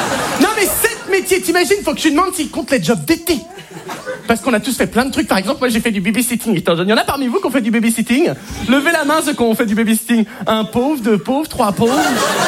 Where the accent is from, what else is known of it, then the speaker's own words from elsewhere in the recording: Hauts-de-France, France; vous savez que chez moi, dans le Nord, c'est une tradition, hein?